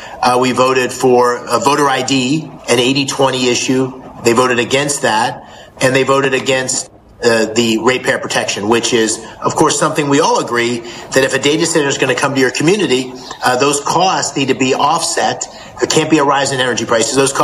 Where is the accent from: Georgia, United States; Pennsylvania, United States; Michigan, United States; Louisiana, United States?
Pennsylvania, United States; Columbia County; Columbia County, where I grew up in Pennsylvania